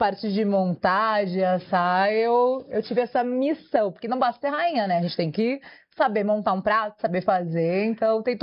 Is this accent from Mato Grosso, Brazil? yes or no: no; Santa Cruz do Sul, Rio Grande do Sul, Brazil; now in São Paulo, Brazil; Eu sou natural de Santa Cruz do Sul, uma cidade com 130 mil habitantes.